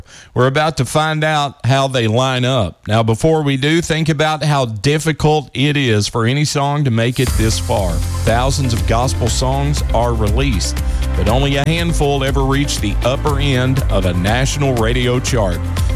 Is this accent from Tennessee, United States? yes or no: yes; Bristol, Tennessee, United States; They're from my hometown of Bristol, Tennessee, and they're doing fantastic in the Southern gospel music world.